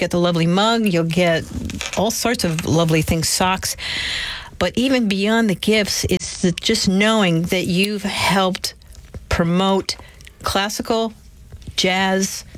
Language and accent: English; New Jersey, United States; moved away; I'm from Jersey, so when I listen to the news, I get very angry. You don't want a Jerseyite out there with anger issues.